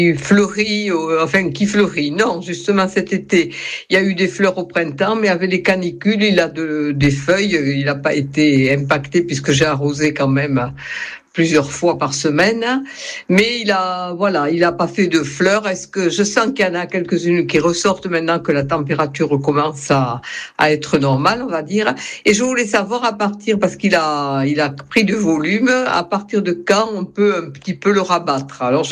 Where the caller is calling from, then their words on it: Soumoulou, Nouvelle-Aquitaine, France; Bonjour tous les deux … de Soumoulou.